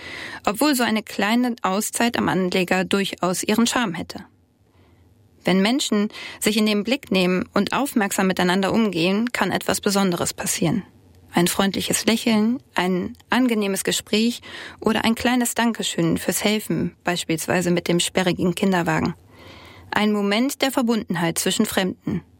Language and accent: German; Hamburg, Germany; Theologiestudentin aus Hamburg. Als Hamburgerin komme ich mit verschiedensten Verkehrsmitteln in die Innenstadt.